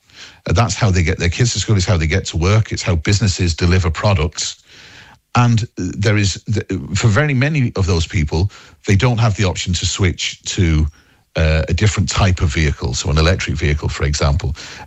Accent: Munster, Ireland; accent: funny accent; despite my funny accent, North Cork is home to me, John. And I think of my mother in Mallow, who's trying to go and see her brother.

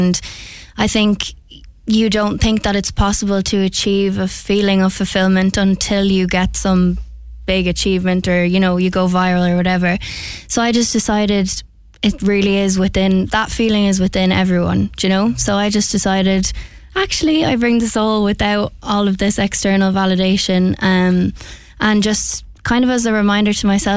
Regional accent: County Meath, Ireland; also born or lived in Dublin; now in Cork, Ireland; So I was born in Dublin, but from Meath, and I'm living in Cork, so I'm a bit all over the place.

